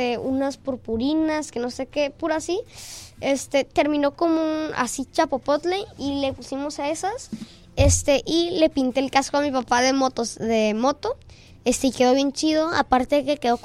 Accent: Tijuana, Baja California, Mexico; also born or lived in United States; No, nací en Estados Unidos.

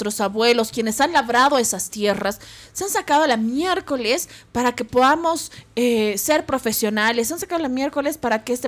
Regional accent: Sucre, Chuquisaca, Bolivia; moved away; Un abrazo a Sucre, un abrazo a mi tierra, a mi hermosa tierra de la Ciudad Blanca

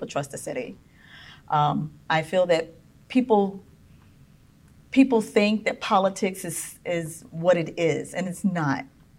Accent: Dunbar, Florida, United States; Of course, I'm from Dunbar. I love Dunbar.

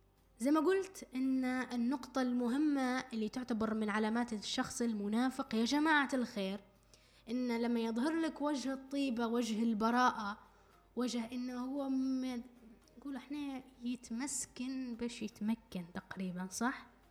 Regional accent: Libya; accent: Libyan; نقول احنا بلهجتنا الليبية

